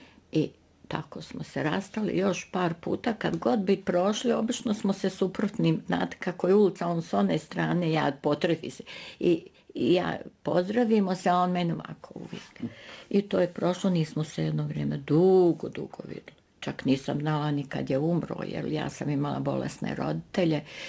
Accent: Požega, Požega-Slavonia County, Croatia; born there; Ja sam treća generacija rođena u Slavonskoj Požegi. A ona prva, a to je baka moje majke, po ženskoj liniji govorim sad, je rodom iz Gospić, Brinje, Donji Lapac.

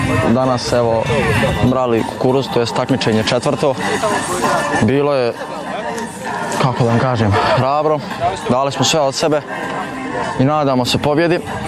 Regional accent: Brčko, Brčko District, Bosnia & Herzegovina; dolazim iz Brčkog

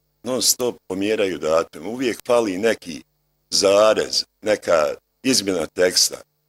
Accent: Bistrica, Bosnia & Herzegovina; Ja sam iz Bistrice, to je 30 km.

